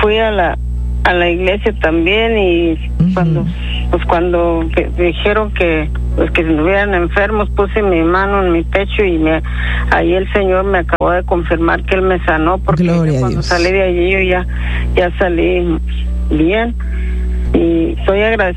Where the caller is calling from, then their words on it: Taylor, Texas, United States; Llamando de Taylor, Texas